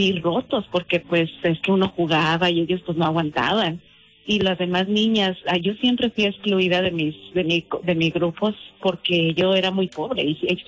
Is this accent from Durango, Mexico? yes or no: yes; Durango, Mexico; now in United States; y una vez yo regresé a Durango, hace 10 años fui a Durango, a mi tierra